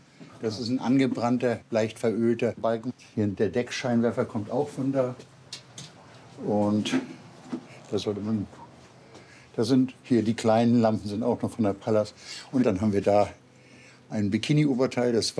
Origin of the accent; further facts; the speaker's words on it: Amrum, Schleswig-Holstein, Germany; ich bin hier im Haus geboren. Das ist mein Elternhaus. Und ich wollte auf Amrum bleiben. Ich wollte nicht aufs Festland.